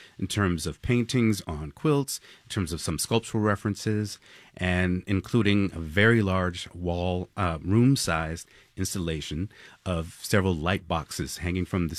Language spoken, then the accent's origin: English; Los Angeles, California, United States; also born or lived in Japan; as a teenager growing up in Los Angeles, I was a graffiti artist.